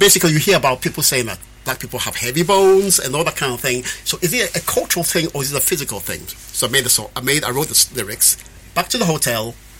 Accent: London, United Kingdom; I grew up in Tottenham, right? I grew up in Tottenham.

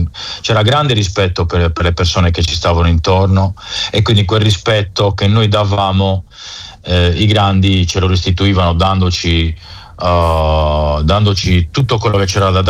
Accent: Sardinia, Italy; Noi dobbiamo essere orgogliosi come sardi

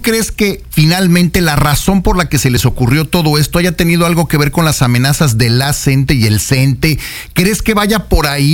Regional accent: Mexico

